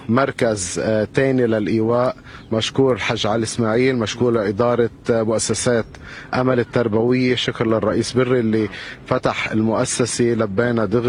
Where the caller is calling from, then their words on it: Abbasiyeh, South Governorate, Lebanon; عنا نحن العباسية